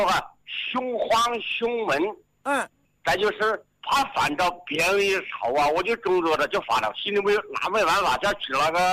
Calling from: Zhijiang, Hubei, China; 我是宜昌芷江的。

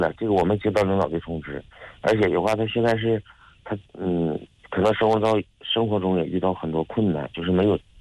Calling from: Northeast China, China; accent: Northeastern dialect; 就是咱们东北话来说

